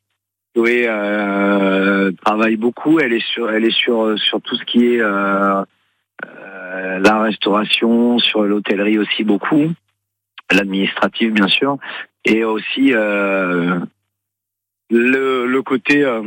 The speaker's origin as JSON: {"language": "French", "region": "Nouvelle-Aquitaine", "country": "France", "said": "Donc et j'ai un amour profond pour mon Périgord parce que je suis du Périgord."}